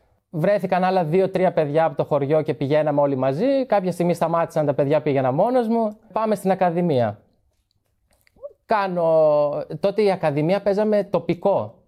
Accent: Trikala, Central Macedonia, Greece; born or raised there

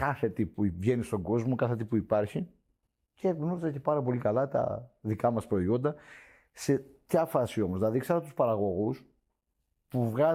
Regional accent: Rethymno, Crete, Greece; γιατί είναι η πόλη μου, μεγάλωσα. Εκεί που είναι το μαγαζί μου και ακριβώς μεγάλωσα.

